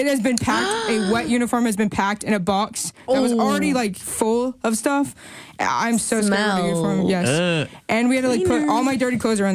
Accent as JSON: {"language": "English", "town": "Fort Worth", "region": "Texas", "country": "United States", "tie": "born or raised there", "said": "I grew up in Fort Worth."}